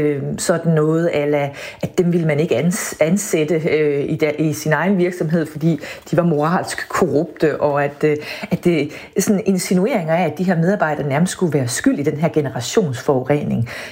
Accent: Central Denmark Region, Denmark; now in Copenhagen, Denmark; Jeg bor i København, men jeg følger ganske meget med, hvad der sker på min hjemegn. Og min mand, der også er vestjyde

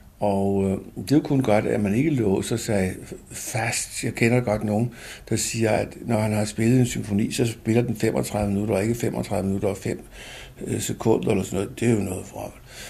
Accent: Copenhagen, Capital Region of Denmark, Denmark; jeg er så meget københavner med K, at jeg kan ikke leve andet sted end i København.

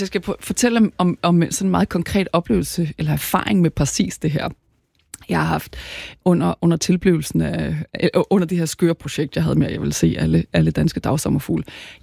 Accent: Capital Region of Denmark, Denmark; Det ligner noget hjemme i Nordsjælland.

